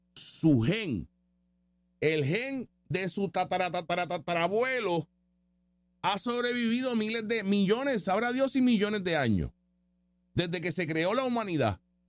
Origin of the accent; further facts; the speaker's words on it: Puerto Rico; accent: Puerto Rican; No, nosotros tenemos el acento. La gente de las Islas Canarias habla bien parecido a los puertorriqueños.